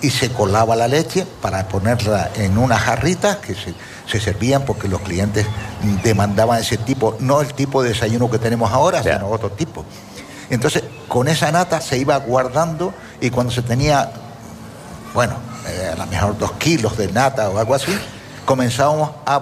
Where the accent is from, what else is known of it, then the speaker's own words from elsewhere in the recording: Canary Islands, Spain; born there; Pero, hombre, yo soy nacido en Gran Canaria. Pero cuando he venido aquí al sur hace 45 años